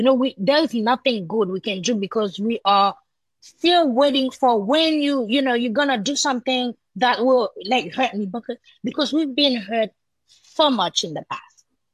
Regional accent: Jacmel, Sud-Est, Haiti; the road leading to Jacmel, my hometown, was closed through Martissant, which is like, a very big region in Port-au-Prince.

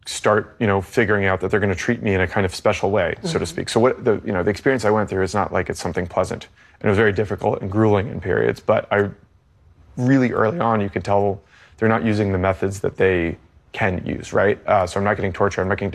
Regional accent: United States; And I'm an American journalist.

